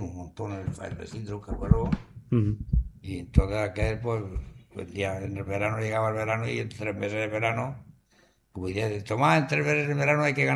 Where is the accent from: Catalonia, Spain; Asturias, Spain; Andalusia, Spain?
Catalonia, Spain; Cubelles; Yo soy de Cubella, yo cubellense.